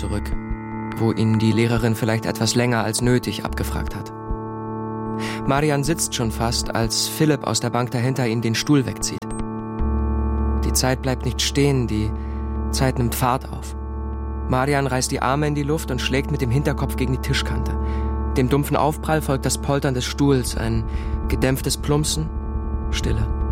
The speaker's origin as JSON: {"language": "German", "town": "Přerov", "region": "Olomouc Region", "country": "Czechia", "tie": "born or raised there", "said": "Ich bin in Přerov aufgewachsen, einer kleinen mährischen Industriestadt unweit der Slowakei."}